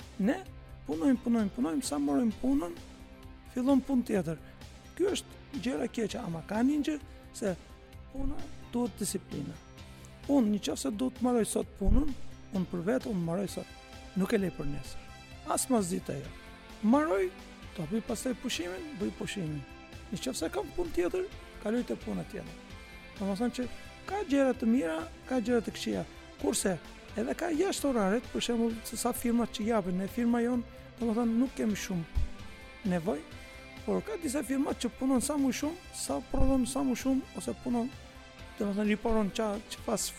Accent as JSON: {"language": "Albanian", "region": "Istanbul", "country": "Turkey", "second_language": "Albanian", "moved": "as an adult", "lives_now": "Albania", "said": "Unë jam nga Stambulli"}